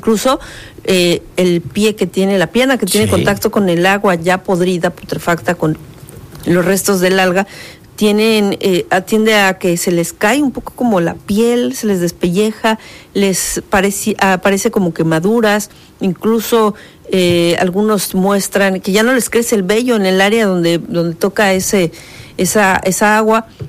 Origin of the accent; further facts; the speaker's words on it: Mexico; Y yo, como mexicano, ojalá no me tope con uno de esos parásitos